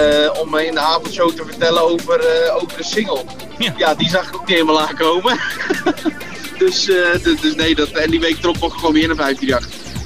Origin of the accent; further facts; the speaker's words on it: Houten, Utrecht, Netherlands; Ja, ja, kijk, ik kom zelf uit Houten. Nou, dat zijn 10 minuutjes van de jaarbeurs.